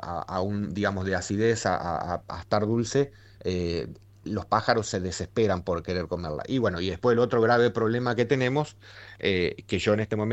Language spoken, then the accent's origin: Spanish; Germany; como buen alemán cabeza dura, lo quiero.